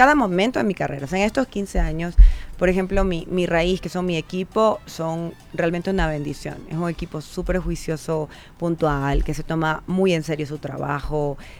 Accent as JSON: {"language": "Spanish", "region": "Manabí", "country": "Ecuador", "said": "yo vengo de Manabí"}